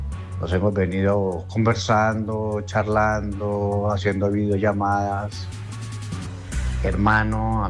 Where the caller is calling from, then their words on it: Cali, Valle del Cauca, Colombia; Yo soy caleño.